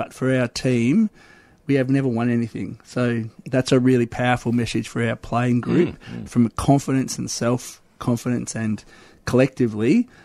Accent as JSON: {"language": "English", "town": "Ballarat", "region": "Victoria", "country": "Australia", "tie": "born or raised there", "said": "growing up in country Victoria, I grew up in Ballarat. Mum and Dad are still there"}